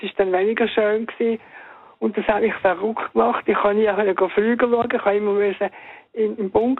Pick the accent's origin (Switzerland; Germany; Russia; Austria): Switzerland; Andelfingen, Zurich; now in Embrach, Switzerland; In Andelfingen, mhm. im Wieland, also relativ nahe an der deutschen Grenze.